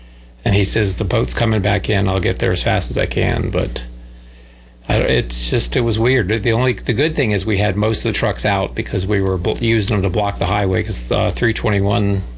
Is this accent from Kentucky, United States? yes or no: no; Florida, United States